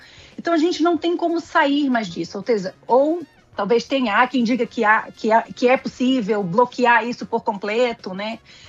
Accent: Brazil; nos atinge enquanto brasileiros

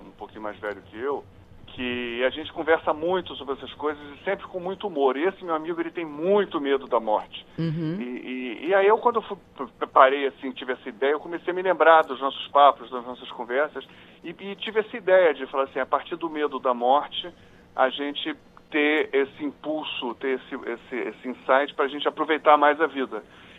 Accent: Rio de Janeiro, Brazil; Sou carioca

